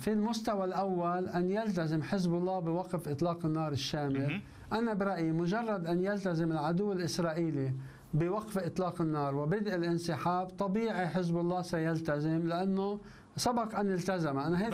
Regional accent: Lebanon; نحن كلبنانيين عم بحكي الآن

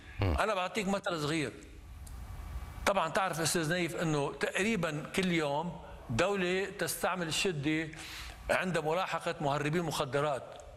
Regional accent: Lebanon; في هذه القوة الشرعية للدولة ساعتها نحن كلنا كلبنانيين وراء هالدولة

